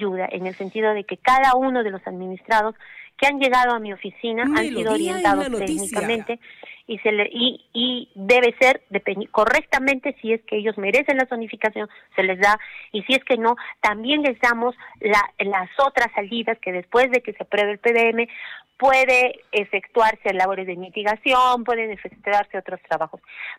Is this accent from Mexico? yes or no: no; Socabaya, Arequipa, Peru; Como muy buena arequipeña y como buena arequipeña nacida al pie del volcán, yo soy de Socabaya y soy una mujer fuerte.